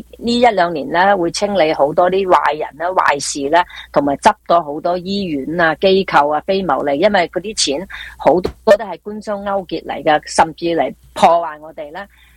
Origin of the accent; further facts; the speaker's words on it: California, United States; 我当然希望咧，上帝祝福我哋加州人咧